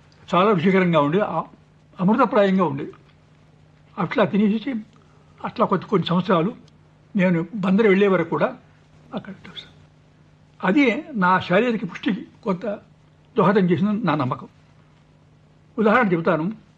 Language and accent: Telugu; Machilipatnam, Andhra Pradesh, India; born there; also born or lived in his home village (unnamed); అందువల్ల మచిలీపట్నం వచ్చాం. కాబట్టి మాధ్యమిక విద్య అంతా కూడా మచిలీపట్నంలో జరిగింది.